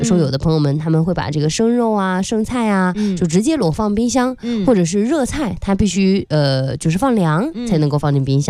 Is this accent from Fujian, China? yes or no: yes; Fuzhou, Fujian, China; 我们福州人